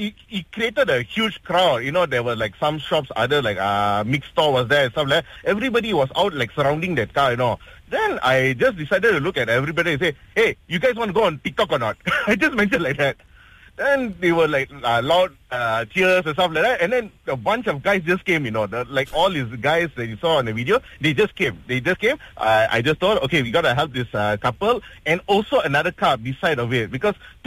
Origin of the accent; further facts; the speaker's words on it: Malaysia; I mean, spirit of being Malaysian is there.